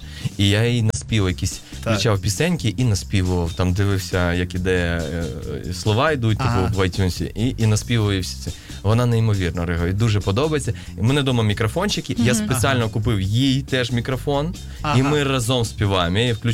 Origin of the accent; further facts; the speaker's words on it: Kherson, Kherson Oblast, Ukraine; А ще, виявляється, я ж родом з Херсона.